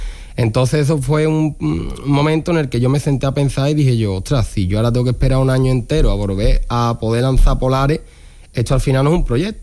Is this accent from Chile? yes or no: no; Morón de la Frontera, Andalusia, Spain